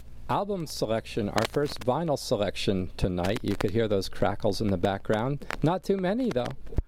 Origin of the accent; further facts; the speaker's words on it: Pennsylvania, United States; moved away; I come from Pennsylvania